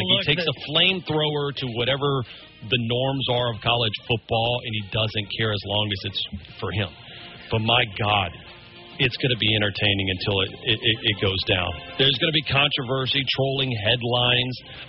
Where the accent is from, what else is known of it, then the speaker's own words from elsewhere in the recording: Port Allen, Louisiana, United States; Listen, as a diehard LSU fan, born and raised in Port Allen, Louisiana